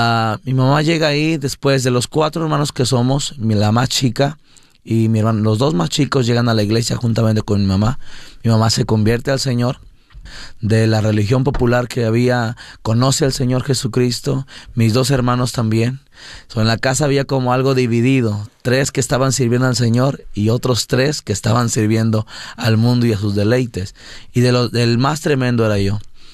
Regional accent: San Luis Potosí, Mexico; born or raised there; also born or lived in Mexico City

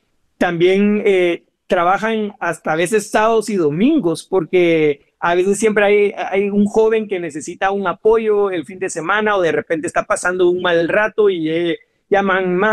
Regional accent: Guatemala; yo soy guatemalteco.

